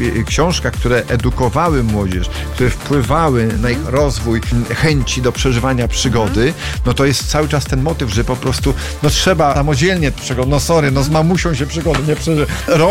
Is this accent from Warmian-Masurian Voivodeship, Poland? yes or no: yes; Orzysz, Warmian-Masurian Voivodeship, Poland; Ponieważ pochodzę z Orzysza